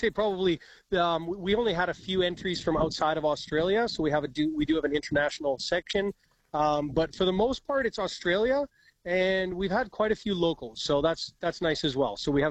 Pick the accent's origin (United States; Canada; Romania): Canada; I'm from Canada originally, and I actually proposed to my wife in Juneau